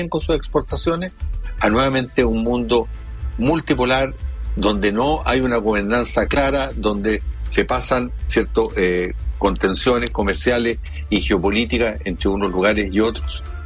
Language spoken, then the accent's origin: Spanish; Chile; Bueno, nosotros como chilenos nos hemos, Chile se ha beneficiado